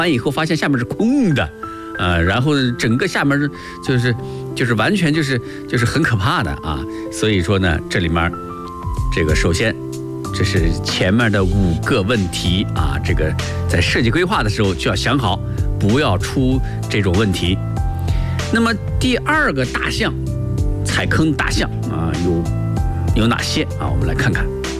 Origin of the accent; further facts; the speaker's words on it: China; 我们中国人家庭